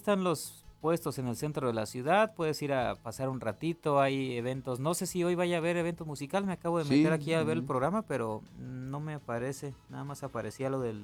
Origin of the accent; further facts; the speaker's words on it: Los Reyes, Michoacán, Mexico; yo sí soy de aquí, ¿sabías? Sí, yo soy de los Reyes Michoacán.